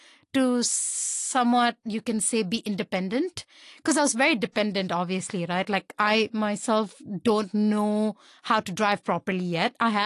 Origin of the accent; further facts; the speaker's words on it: Jakarta, Indonesia; moved away as an adult; now in Hong Kong; Like Nibra has explained, I am from Jakarta, Indonesia. I'm 25 years old, moved to Hong Kong about 7 years ago permanently, and I came here for uni.